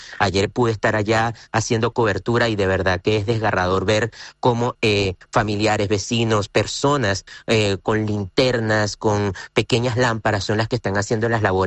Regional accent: Venezuela; somos los venezolanos, los ciudadanos que hemos resistido

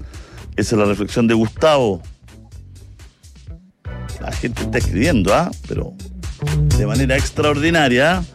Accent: Chile; ya que los únicos que perdemos siempre somos los chilenos.

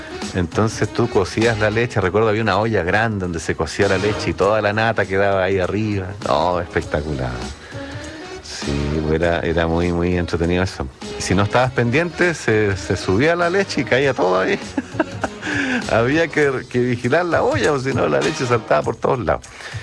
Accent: Puerto Montt, Los Lagos, Chile; Yo recuerdo cuando era niño, acá en Puerto Montt vendían leche de burra.

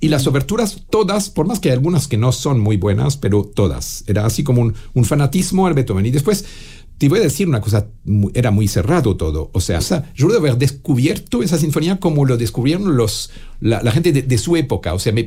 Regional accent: Geneva, Switzerland; Suiza francesa, muy cerca de Ginebra. Hoy sería como decir, es como decir que yo nací en Ginebra, pero es un pueblito.

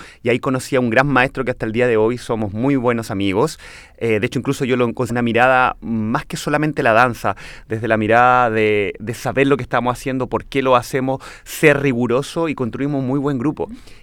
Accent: Villarrica, Araucanía, Chile; now in Santiago, Chile; yo no soy de acá de Santiago, yo soy de Villarrica, de una ciudad que está en la novena región de la Araucanía. También soy mapuche de ascendencia.

